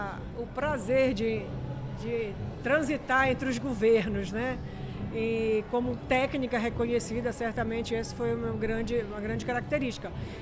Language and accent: Portuguese; Pará, Brazil; Eu, como paraense, sou extremamente orgulhosa